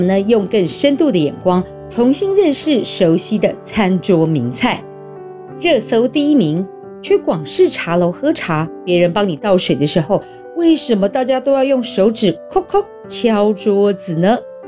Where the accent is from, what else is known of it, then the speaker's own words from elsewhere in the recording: Taiwan; 不只是我们台湾人